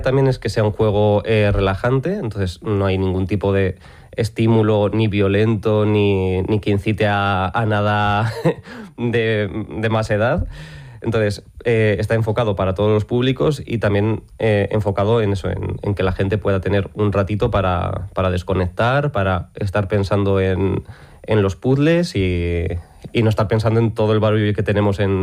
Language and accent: Spanish; Ortigosa de Cameros, La Rioja, Spain; yo nací en Cameros, yo me he criado en Peña los Cintos, en la aldea de Ortigosa